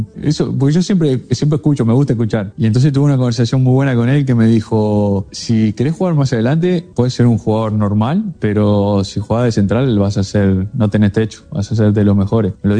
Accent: Rivera, Uruguay; now in Montevideo, Uruguay; yo lo aprendí cuando llegué de Rivera a Montevideo. Me había costado un poco más

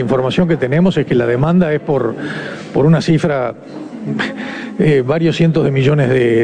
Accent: Uruguay; a nosotros nos preocupa como uruguayos

